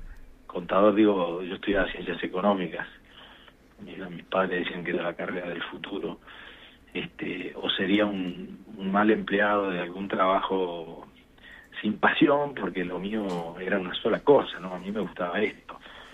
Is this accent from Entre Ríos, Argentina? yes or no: yes; Paraná, Entre Ríos, Argentina; moved away; yo me fui a mi casa de Paraná, donde yo nací